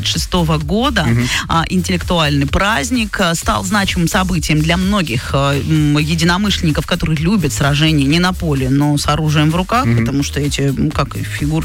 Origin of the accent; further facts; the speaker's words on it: Yekaterinburg, Sverdlovsk Oblast, Russia; moved away; я все время как приезжаю в Екатеринбург